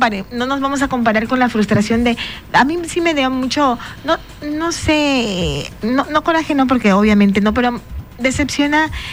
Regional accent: Mexico; así somos nosotros los mexicanos, ¿no?

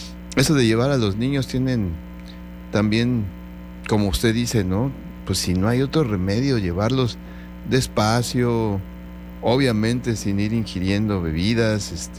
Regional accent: Mexico; así somos los mexicanos

